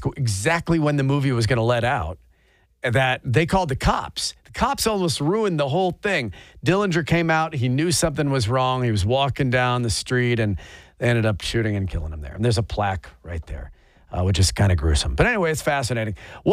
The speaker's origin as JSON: {"language": "English", "town": "Chicago", "region": "Illinois", "country": "United States", "moved": "yes", "said": "I'm from Chicago"}